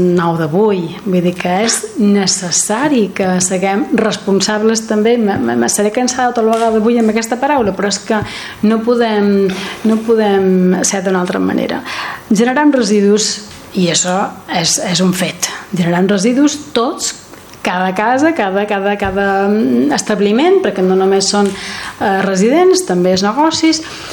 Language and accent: Catalan; Es Castell, Balearic Islands, Spain